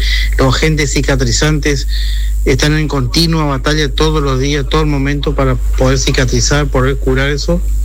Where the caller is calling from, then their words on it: Gobernador Virasoro, Corrientes, Argentina; de Virasoro.